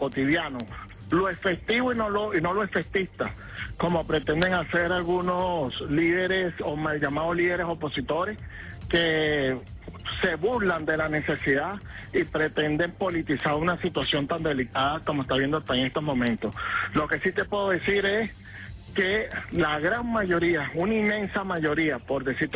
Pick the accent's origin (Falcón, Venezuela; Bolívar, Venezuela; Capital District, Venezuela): Capital District, Venezuela; Caracas; Nosotros, como pueblo venezolano, en este caso caraqueños y caraqueñas